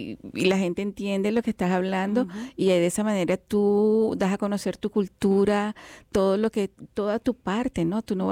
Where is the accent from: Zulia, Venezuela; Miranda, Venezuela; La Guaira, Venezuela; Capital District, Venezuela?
Capital District, Venezuela; Caracas; yo nunca tuve la oportunidad de ir a Mérida, a esa área. Entonces, yo soy de Caracas